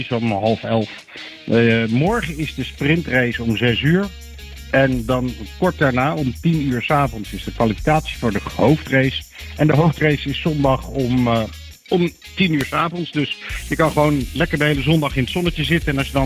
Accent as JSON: {"language": "Dutch", "country": "Netherlands"}